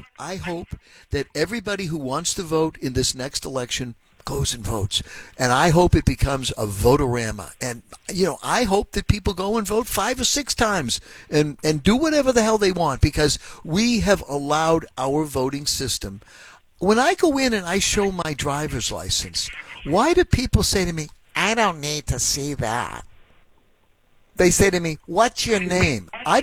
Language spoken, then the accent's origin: English; Boston, Massachusetts, United States; born there; I believe that if I call, I was born in Boston